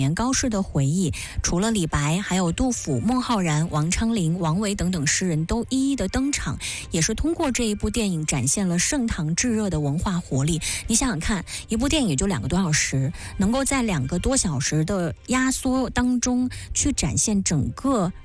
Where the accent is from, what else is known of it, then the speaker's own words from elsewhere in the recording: China; 我们中国人的风骨和节气也是会一直存在的。